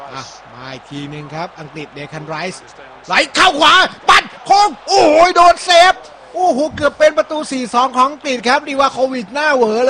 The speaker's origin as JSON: {"language": "Thai", "region": "Bangkok", "country": "Thailand", "tie": "born there", "said": "ผมเกิดโรงพยาบาลศิริราชเกิดที่โรงพยาบาลศิริราช"}